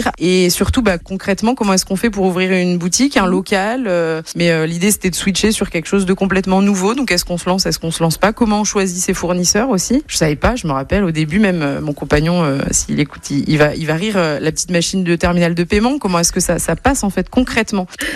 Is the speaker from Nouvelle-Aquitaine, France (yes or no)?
yes; Anglet, Nouvelle-Aquitaine, France; j'ai 38 ans et je suis d'Anglette.